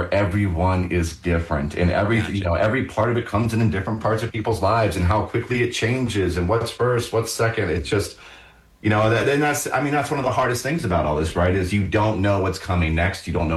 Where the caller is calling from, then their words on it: Columbus, Ohio, United States; Calling in from Columbus, Ohio.